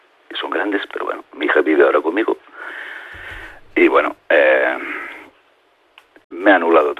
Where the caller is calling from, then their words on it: Manresa, Catalonia, Spain; A Manresa, yo vivo en Manresa.